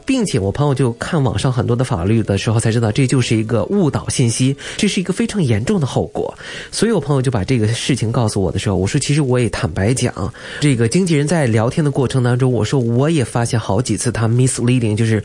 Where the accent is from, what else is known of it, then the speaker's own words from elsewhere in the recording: China; 我们中国人